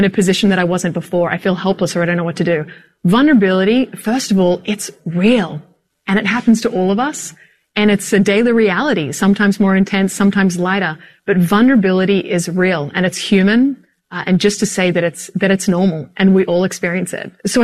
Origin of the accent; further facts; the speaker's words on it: Australia; moved away; I grew up in Australia